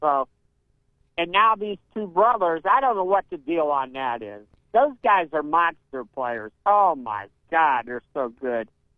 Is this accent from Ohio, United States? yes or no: yes; Massillon, Ohio, United States; Oh, so I grew up in the Massillon Jackson area, and I'm very familiar with the Massillon Tigers.